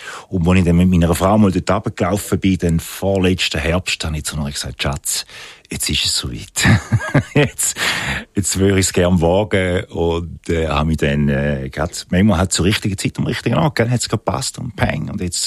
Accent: Appenzell Ausserrhoden, Switzerland; born there

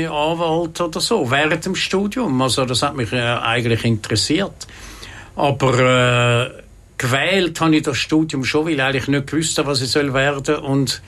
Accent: Winterthur, Zurich, Switzerland; Also ich bin da in Winterthur aufgewachsen.

